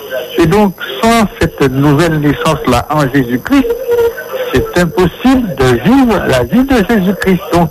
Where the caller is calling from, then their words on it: Guadeloupe; moi, je suis en Guadeloupe.